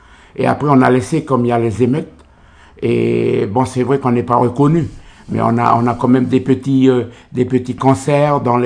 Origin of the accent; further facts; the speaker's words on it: Eni, New Caledonia; Donc voilà, moi je me présente … je viens de la tribu de Eni et je suis le leader du groupe